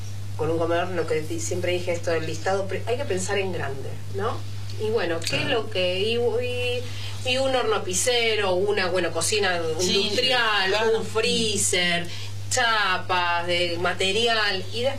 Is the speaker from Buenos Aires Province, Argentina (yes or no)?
yes; Quilmes, Buenos Aires Province, Argentina; now in Caballito, Buenos Aires, Argentina; Soy quilmeña. Actualmente no vivo en Quilmes. Me mudé a Caballito. Pero mi madre vive en Quilmes.